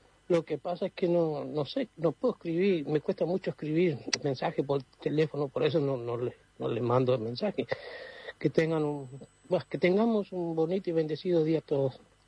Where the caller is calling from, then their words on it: Presidencia de la Plaza, Chaco, Argentina; de Presidencia de la Plaza Chaco.